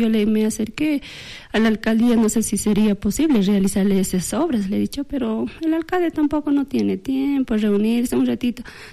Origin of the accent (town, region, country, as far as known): Potosí, Bolivia